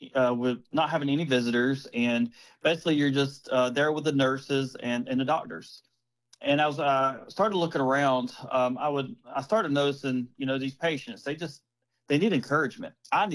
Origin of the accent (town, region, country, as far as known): Dothan, Alabama, United States; born or raised there